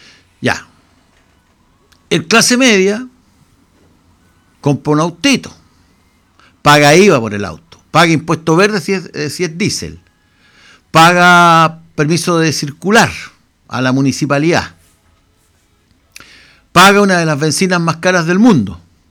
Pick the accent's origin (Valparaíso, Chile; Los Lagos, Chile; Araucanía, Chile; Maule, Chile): Los Lagos, Chile; Chaulinec Island; born there; Yo, el año 61, cuando yo nací en la isla de Chaulinec, era pobre.